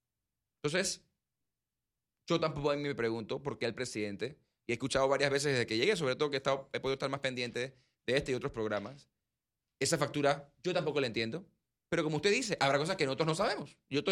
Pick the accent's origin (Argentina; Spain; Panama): Panama